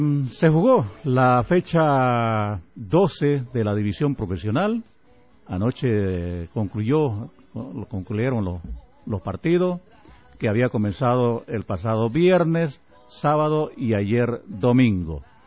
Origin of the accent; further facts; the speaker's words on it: Bolivia; como bolivianos estamos muy contentos